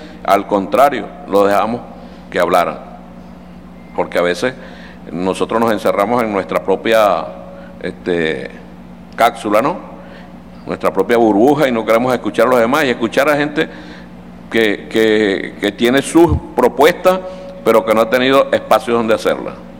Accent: Venezuela; país unido como venezolanos y como venezolanos.

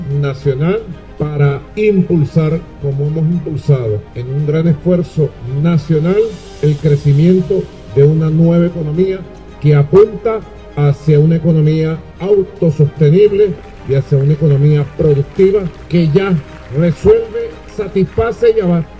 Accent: Venezuela

